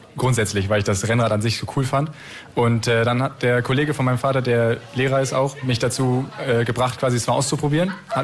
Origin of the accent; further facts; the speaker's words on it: Northern Germany, Germany; ich komme hier aus dem Norden